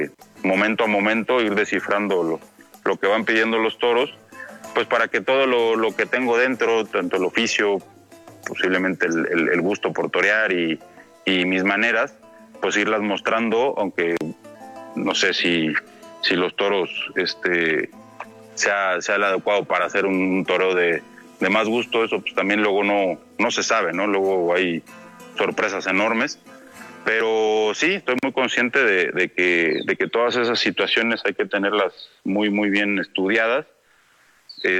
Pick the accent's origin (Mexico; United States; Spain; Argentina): Mexico; San Luis Potosí; Luego el día 25 estaré en mi tierra, en San Luis Potosí